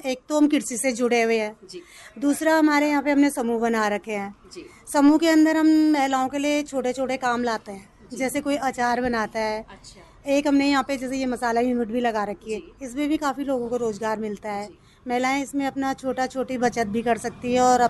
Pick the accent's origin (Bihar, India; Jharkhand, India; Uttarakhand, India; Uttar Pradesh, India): Uttarakhand, India; Dharmpur; शादी से पहले तो मैं धर्मपुर में रहते थे जी।